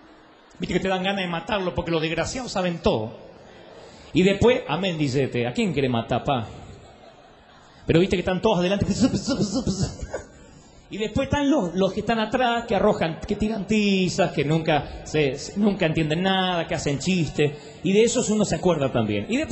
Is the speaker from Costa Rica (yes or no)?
no; Argentina; born there; todos aquellos que nacimos en la Argentina de los 60, en la Argentina pobre, paupérrima